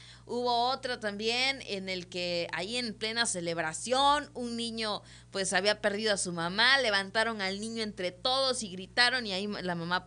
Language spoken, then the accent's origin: Spanish; Mexico